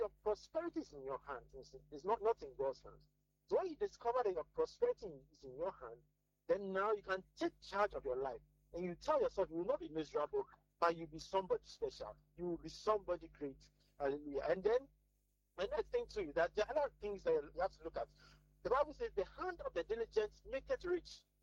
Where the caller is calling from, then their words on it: Tema, Greater Accra, Ghana; calling from Tema.